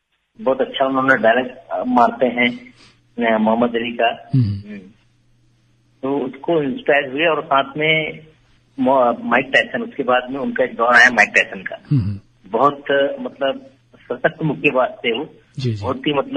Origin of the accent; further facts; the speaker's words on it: Bhilai, Chhattisgarh, India; चूंकि हम भिलाई शहर में पले बड़े हैं